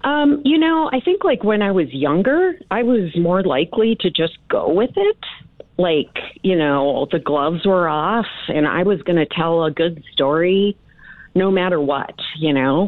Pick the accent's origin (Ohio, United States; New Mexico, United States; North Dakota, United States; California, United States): North Dakota, United States; I'm from Western North Dakota. I am a farm kid.